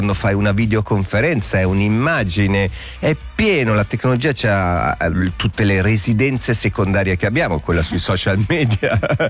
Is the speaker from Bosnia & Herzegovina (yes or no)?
no; Lugano, Ticino, Switzerland; sono nato a Lugano, sono cresciuto a Lugano